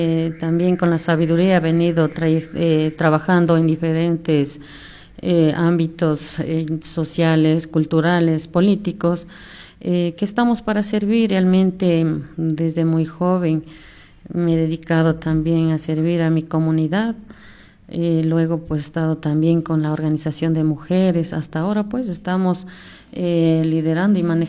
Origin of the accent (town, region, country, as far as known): San Juan parish, Chimborazo, Ecuador